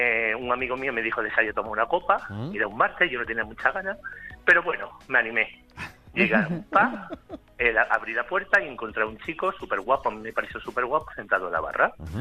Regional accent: Andalusia, Spain; él es más de 40 clases de Pinedo y yo soy de Andalucía.

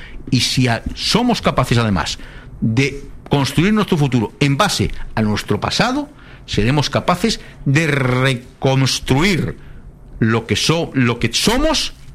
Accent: Spain; nosotros somos españoles

